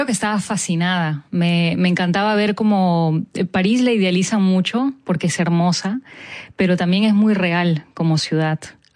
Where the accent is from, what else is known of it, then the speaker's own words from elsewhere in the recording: Trujillo, La Libertad, Peru; Sí, nací lejos. Soy de la costa peruana. Soy de Trujillo.